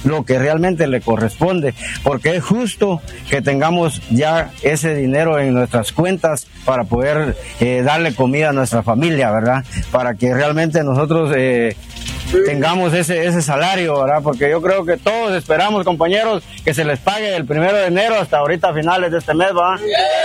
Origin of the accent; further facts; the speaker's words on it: Petén, Guatemala; nosotros los peteneros tenemos una fortuna aquí en Petén